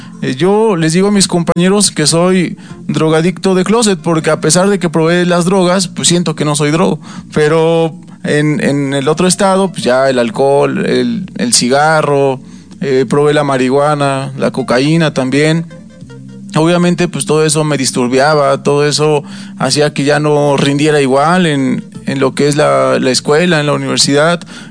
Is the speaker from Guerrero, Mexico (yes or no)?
yes; Taxco, Guerrero, Mexico; moved away as an adult; Y me tuve que regresar a mi pueblo. Así fue como regresé a Taxco.